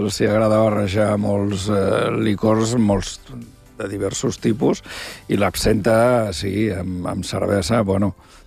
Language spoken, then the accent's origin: Catalan; Barcelona, Catalonia, Spain; Jo vaig començar amb una bodega de davant de casa, jo sóc de Sant Andreu del Palomar